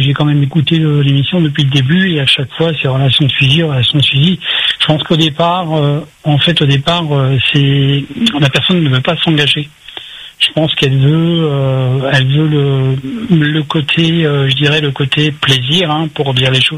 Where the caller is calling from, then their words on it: Southern France, France; Je suis du Sud.